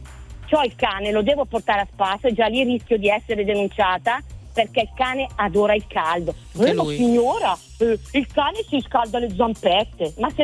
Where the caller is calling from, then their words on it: Ticino, Switzerland; E chiamo dalla Svizzera io, vicino Lugano.